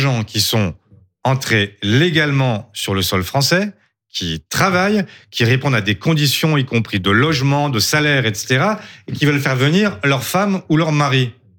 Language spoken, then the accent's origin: French; France; si, je suis français